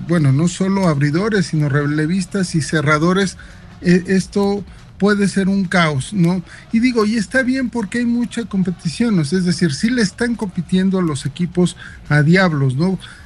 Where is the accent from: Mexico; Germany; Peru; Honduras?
Mexico